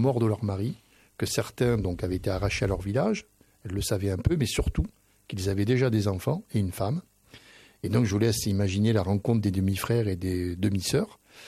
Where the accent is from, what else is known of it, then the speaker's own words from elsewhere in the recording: Bergerac, Nouvelle-Aquitaine, France; Et je me souviens, moi, quand j'étais gamin, à l'école à Bergerac, j'avais, on va terminer là-dessus, j'avais... une copine en classe